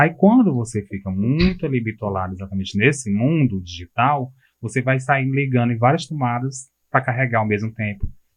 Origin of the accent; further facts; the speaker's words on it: Fortaleza, Ceará, Brazil; É igual o Conjunto Ceará, onde eu nasci. Nasci e me criei.